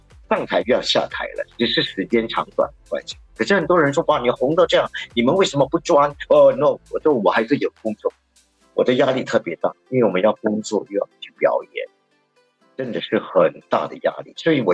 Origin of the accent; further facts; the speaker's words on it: Singapore; 你知道我们新加坡人吃在富靠达吃东西以后